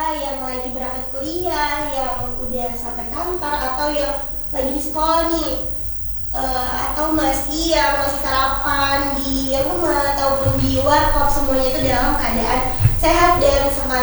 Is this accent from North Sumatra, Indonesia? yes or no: yes; Medan, North Sumatra, Indonesia; moved away as an adult; now in Aceh, Indonesia; asli Medan Kak.